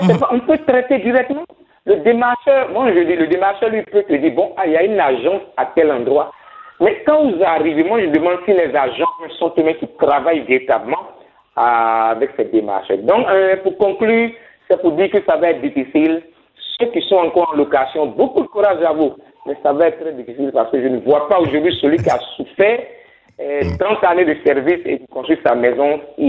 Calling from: Côte d’Ivoire

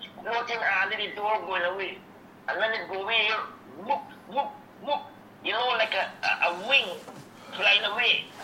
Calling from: Guyana; I calling from farm right now. I'm 86. I had experience around this country, all in Essequibo

